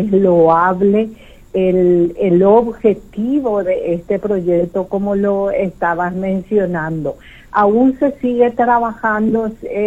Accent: Unión, San Pedro, Paraguay; yo soy oriunda de Unión.

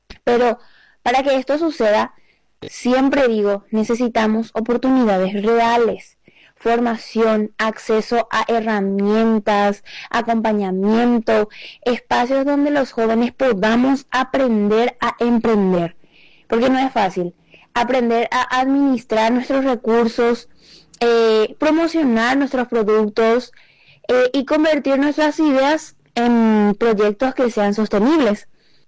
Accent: Paraguay; Soy una joven paraguaya

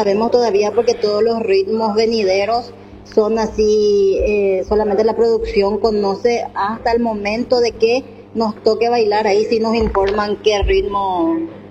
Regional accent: Yataity del Guairá, Guairá, Paraguay; Yo soy de Yataití del Guairá, guaireña.

